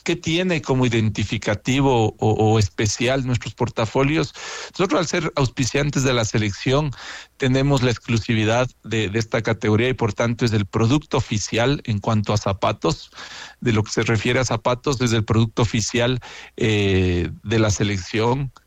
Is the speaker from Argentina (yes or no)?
no; Ecuador; Y realmente como ecuatorianos, como decía al inicio, creo que cuando nos unimos podemos también traspasar nuestras fronteras.